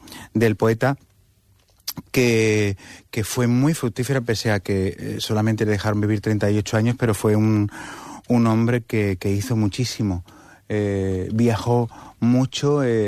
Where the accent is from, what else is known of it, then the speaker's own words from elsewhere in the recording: Badalona, Catalonia, Spain; sí, sóc un català de Badalona.